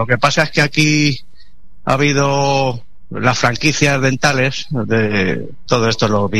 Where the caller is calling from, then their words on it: Pinto, Community of Madrid, Spain; Sí, yo vivo en Pinto.